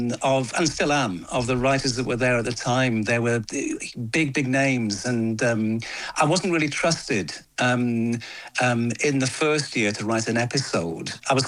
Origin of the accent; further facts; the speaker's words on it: Manchester, North West England, United Kingdom; I mean, I was born and bred in Manchester, so in a sense, Coronation Street would be more my natural home.